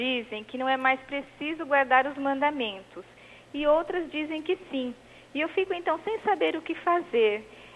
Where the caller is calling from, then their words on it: Catanduva, São Paulo, Brazil; eu sou de Catanduva.